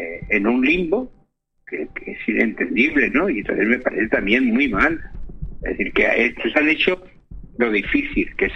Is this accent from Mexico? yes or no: no; Spain